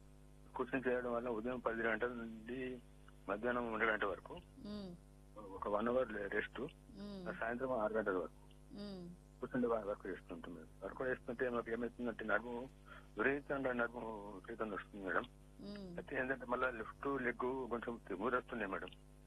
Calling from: Nizamabad district, Telangana, India; మాది నిజామాబాద్ జిల్లా జక్నాపల్లి మండలం

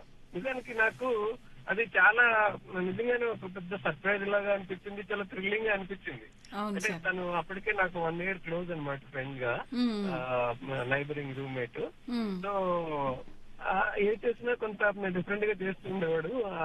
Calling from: Hyderabad, Telangana, India; నేను హైదరాబాద్ నుంచి మాట్లాడుతున్నాను.

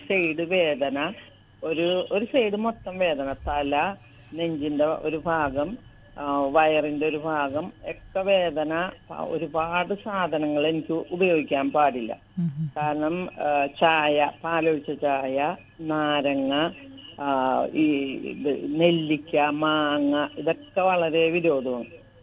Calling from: Paravur, Kerala, India; ഞാൻ പറവൂരിൽ നിന്നാണ് വിളിക്കുന്നത്.

